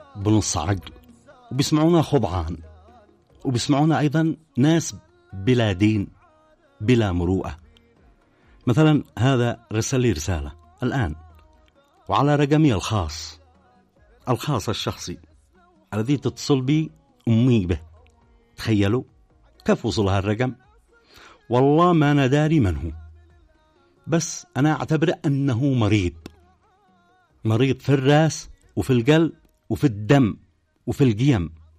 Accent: Sanaa, Amanat Al Asimah, Yemen; هذا عندنا في صنعاء.

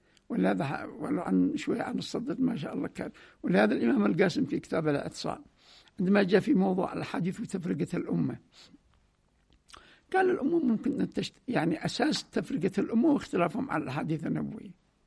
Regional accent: Yemen; عندنا في اليمن

